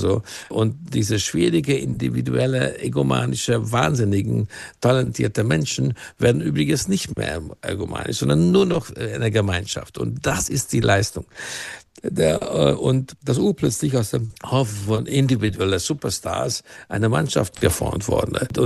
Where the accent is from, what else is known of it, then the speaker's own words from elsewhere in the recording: Bavaria, Germany; Ich bin halt Bayer und ich bin hier zu Hause, das ist mein Verein.